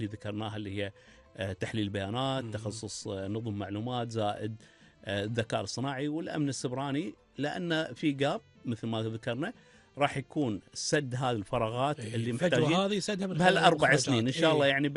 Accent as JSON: {"language": "Arabic", "country": "Kuwait", "said": "وهذا اليوم احنا كمواطنين كويتيين"}